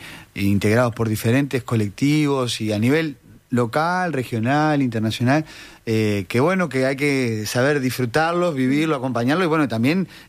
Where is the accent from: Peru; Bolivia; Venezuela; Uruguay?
Uruguay; ¿por qué no somos argentinos pero somos rioplatenses?